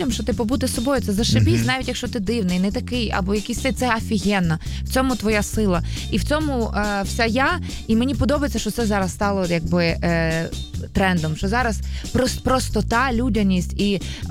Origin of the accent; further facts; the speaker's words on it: Chervonohrad, Lviv Oblast, Ukraine; Червоноград, моє рідне місто. Зараз це вже... Шептицький, здається.